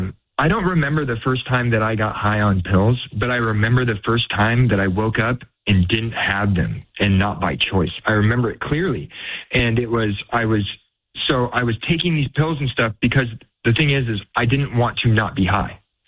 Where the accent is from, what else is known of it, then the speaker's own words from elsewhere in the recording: Oregon, United States; now in Portland, United States; I'm not originally from Portland. I'm from Southern Oregon, a really small town in Southern Oregon.